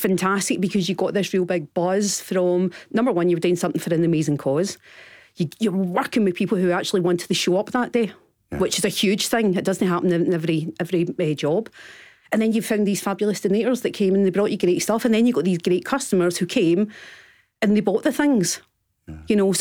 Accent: Glasgow, Scotland, United Kingdom; like when I came from Glasgow, so it was different. And I remember experiencing loneliness when I came here.

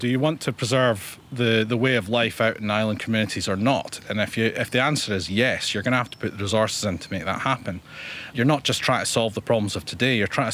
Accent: Tiree, Scotland, United Kingdom; I'm from Tyree.

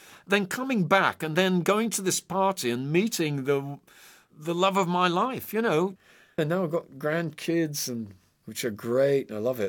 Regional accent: Brazil; also born or lived in England; 54 years, 53 years of Brazil and 21 years of England makes me twice as Brazilian as I am English, in a wa

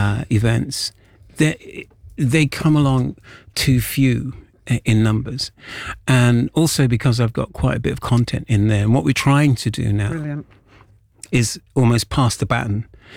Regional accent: Jamaica; born there; I say we like I was born in Jamaica, we were bouncing off American black music.

